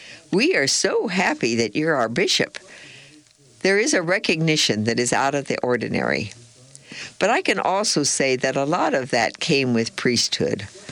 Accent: Alton, Illinois, United States; born there; It's a lovely thing that I was born in Alton.

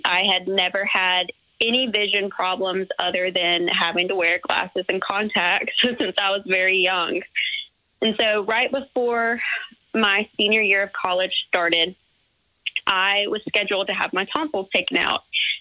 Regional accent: Georgia, United States; I'm from Georgia, West Georgia, about 45 minutes west of Atlanta. And I've lived in the same town all my life.

